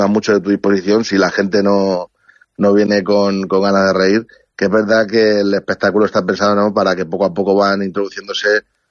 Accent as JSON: {"language": "Spanish", "town": "Villarrobledo", "region": "Castilla-La Mancha", "country": "Spain", "tie": "born or raised there", "said": "concretamente la de mi pueblo, en Villarrobledo, y me he criado yendo a visitar bandas de música"}